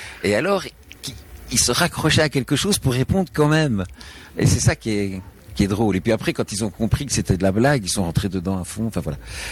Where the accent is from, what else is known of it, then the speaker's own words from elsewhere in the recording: Belgium; accent: Belgian; j'ai quand même un accent belge, apparemment, moi je me rends pas compte, mais je crois que j'ai un accent belge